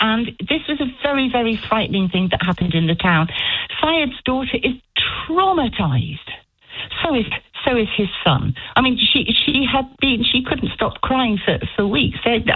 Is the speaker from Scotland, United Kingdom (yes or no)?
yes; Scotland, United Kingdom; accent: English; you can hear I've got an English accent. I'm accused of being English all the time. I'm not. I'm Scottish.